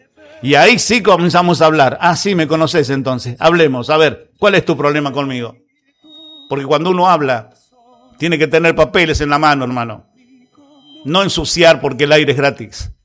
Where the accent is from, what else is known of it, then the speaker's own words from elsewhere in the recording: Buenos Aires Province, Argentina; now in Bragado, Argentina; Nosotros somos argentinos.